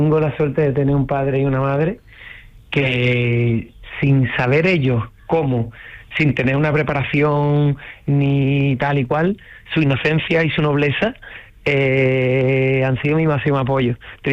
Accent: Rota, Andalusia, Spain; no estoy viviendo en otro sitio, sigo en el mismo entorno, sigo en Rota, en mi pueblo

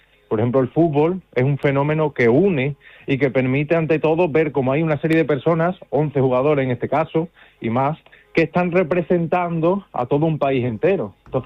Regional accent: Spain; en el caso nuestro, como españoles

